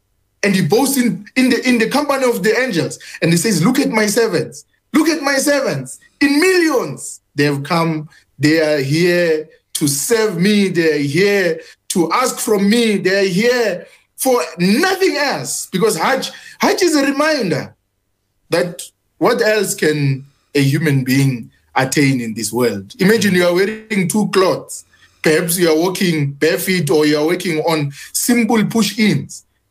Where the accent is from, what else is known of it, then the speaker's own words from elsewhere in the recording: Soweto, Gauteng, South Africa; me and the community in Soweto at large, as South African indigenous Muslims who accepted Islam, embraced Islam